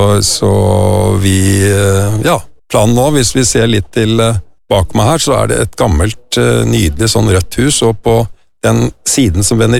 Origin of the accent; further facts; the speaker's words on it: Hvaler, Østfold, Norway; Når vi vokste opp på Vesterøy på Hvaler som barn